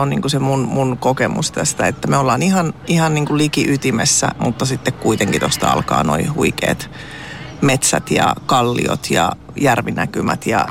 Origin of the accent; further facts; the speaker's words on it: Tampere, Pirkanmaa, Finland; moved away as an adult; also born or lived in Toijala (Akaa); mä oon syntynyt Peltolammilla ja asunut siellä elämäni, siis oikeesti, en mä Tampereella asunut missään muualla kuin Peltolammilla, mä oon siellä muuttanut pari kertaa ja mun lapsuus on siellä ja mun teini-ikä